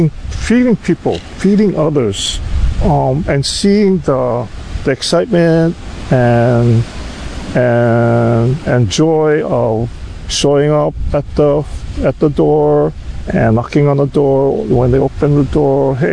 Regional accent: Honolulu, Hawaii, United States; You know, I grew up in Kalihi. I'm pretty much a city boy.

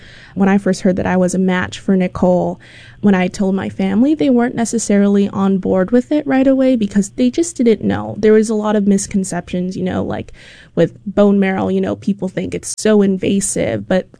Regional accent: Hawaii, United States; it's one thing that I grew up with here in Hawaii

